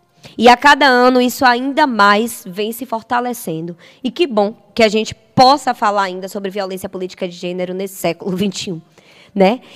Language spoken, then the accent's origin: Portuguese; Coração de Maria, Bahia, Brazil; born there; na cidade a qual eu pago meus impostos, na cidade a qual eu tenho história, tenho família, nasci no Hospital Ângelo Martins.